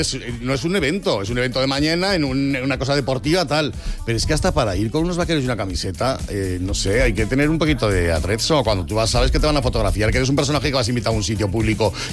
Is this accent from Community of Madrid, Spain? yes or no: yes; Madrid, Community of Madrid, Spain; yo me acuerdo a mi abuela, nosotros, yo soy madrileño, pero soy de madre aragonesa.